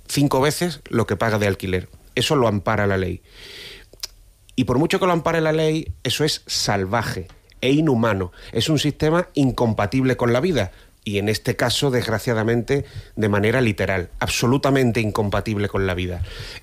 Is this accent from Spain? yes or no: yes; Spain; A mí esto, como ciudadano español, me da absoluta vergüenza.